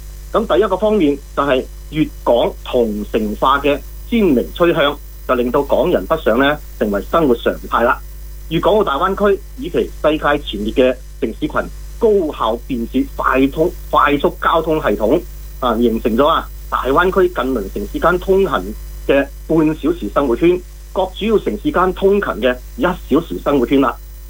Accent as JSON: {"language": "Chinese", "town": "Guangzhou", "region": "Guangdong", "country": "China", "said": "我是广州人的"}